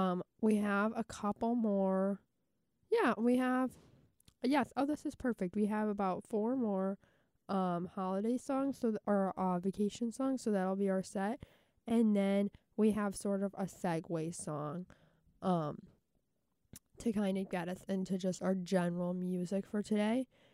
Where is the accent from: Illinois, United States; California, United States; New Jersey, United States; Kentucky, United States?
Illinois, United States; Chicago; as a Chicagoan